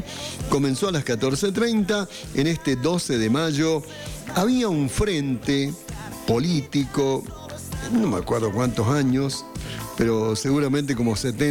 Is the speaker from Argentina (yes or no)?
yes; San Juan, Argentina; cuando era chico y vivía en Caningasta, en Barrial, concretamente.